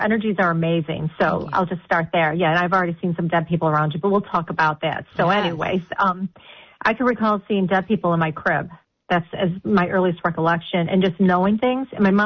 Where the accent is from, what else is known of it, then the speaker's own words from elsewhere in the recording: Buffalo, New York, United States; I'm from Buffalo.